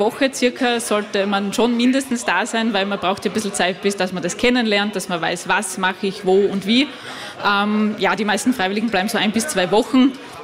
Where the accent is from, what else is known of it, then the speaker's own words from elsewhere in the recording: Krieglach, Styria, Austria; born there; now in Graz, Austria; Ich bin gebürtig aus Krieglach und wohne jetzt in Graz